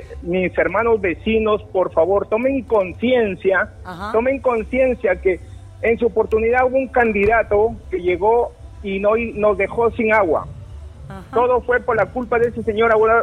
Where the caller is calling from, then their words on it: Lambayeque, Peru; quiero hablarle a mi pueblo de Pueblo Joven Federico Villarreal.